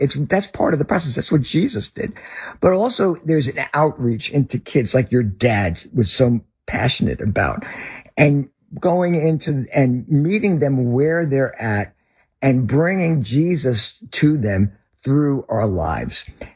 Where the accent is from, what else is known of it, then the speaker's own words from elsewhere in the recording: the North, Northern United States, United States; accent: Northern; As you can tell, I am a Northerner with my accent.